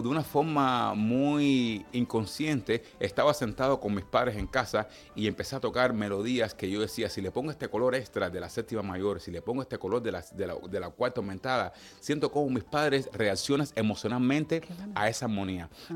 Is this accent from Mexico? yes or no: no; Cuba; yo soy un hombre cubano, negro cubano, que tuvo la oportunidad de estudiar la música clásica europea en el conservatorio, para al mismo tiempo criarme con mi madre y mis padres bailando, tocando la rumba cubana, el son cubano.